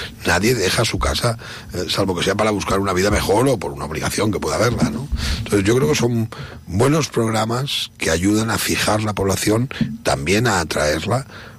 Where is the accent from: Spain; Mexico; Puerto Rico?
Spain; Valencian Community; como alicantinos o alicantinas, habitemos donde habitemos en España